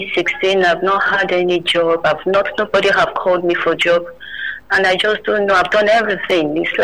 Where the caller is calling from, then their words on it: Ikorodu, Lagos, Nigeria; I'm calling from Ikorodu.